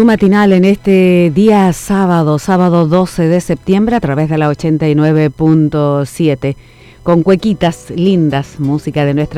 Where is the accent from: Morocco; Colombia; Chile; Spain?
Chile; nuestra identidad como chilenos.